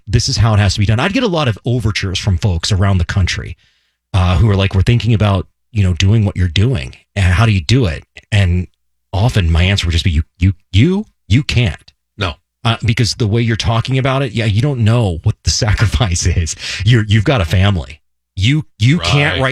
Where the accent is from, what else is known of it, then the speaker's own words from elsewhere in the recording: Covington, Kentucky, United States; moved away; I started a paper back in my hometown in Kentucky